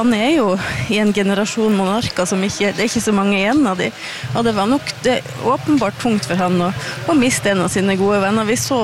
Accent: Northern Norway, Norway; snakket om et fjell oppe i nord, der jeg kommer fra, hvis det er lov å si.

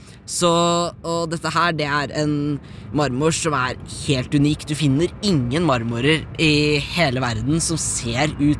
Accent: Skien, Telemark, Norway; Men jeg har vokst opp på Skien-sida av kommunegrensa

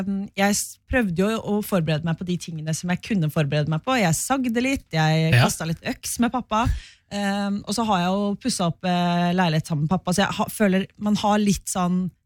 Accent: Askim, Østfold, Norway; now in Oslo, Norway; jeg kommer fra Askim.

